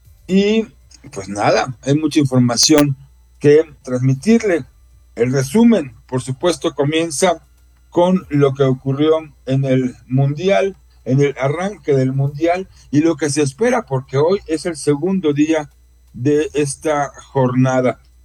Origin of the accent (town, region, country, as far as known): Mexico